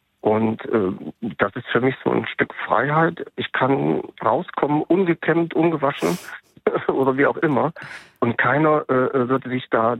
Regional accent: Sweden; now in Germany; Ja, also ich bin in Schweden aufgewachsen, auf einer schönen Insel. Und bei uns in Schweden ist es einfach so, man hat am Wochenende ist man immer draußen.

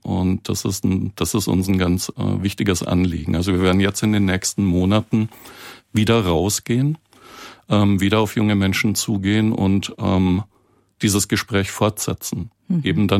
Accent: Southern Germany, Germany

